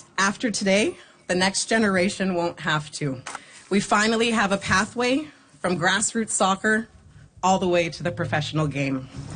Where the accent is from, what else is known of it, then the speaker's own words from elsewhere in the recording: Winnipeg, Manitoba, Canada; Growing up in Winnipeg, I dreamed of playing professional soccer. The problem was there wasn't a professional league here. There wasn't a professional team here. If I wanted to chase that dream, I had to leave home.